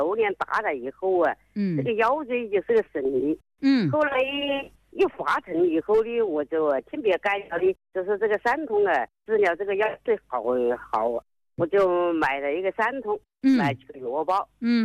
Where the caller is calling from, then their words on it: Xiantao, Hubei, China; 我们是仙桃人。